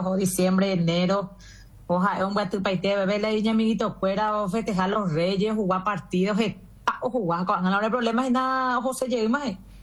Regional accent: Santa Elena, Cordillera, Paraguay; moved away; nosotros somos de Santa Elena, un pueblo, ¿verdad? Un pueblito, cordillera.

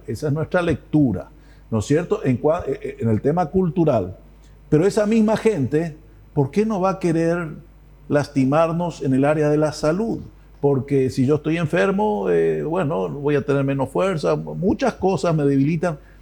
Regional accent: Paraguay

